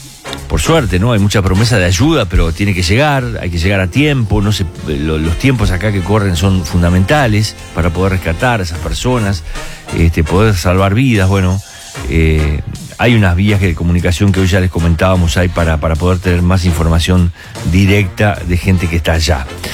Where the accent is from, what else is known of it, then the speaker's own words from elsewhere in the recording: Venezuela; now in Uruguay; Soy uruguaya, pero criada en Venezuela. Mis padres se fueron en el año 75, llegué a Uruguay después en el 97